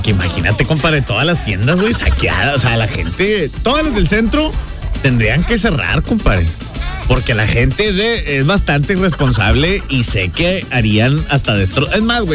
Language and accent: Spanish; Mexico; Somos mexicanos, ni modo.